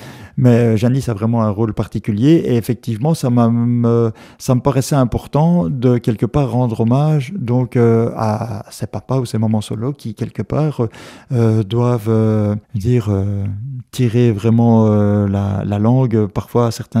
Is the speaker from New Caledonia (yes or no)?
no; Namur, Wallonia, Belgium; Je suis natif de Namur et donc à partir de ce moment-là, je voulais rendre hommage quelque part à ma ville natale